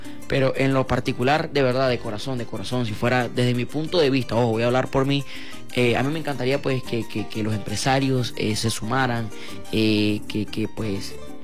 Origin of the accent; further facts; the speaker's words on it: Mérida, Venezuela; nosotros venimos de Luis Gía Mérida, que Mérida no solamente es frío, que es calor, vengan para Mérida